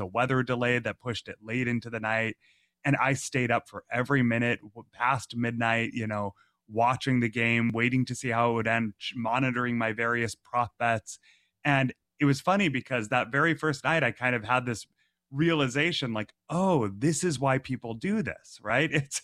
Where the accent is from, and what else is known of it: Massachusetts, United States; born or raised there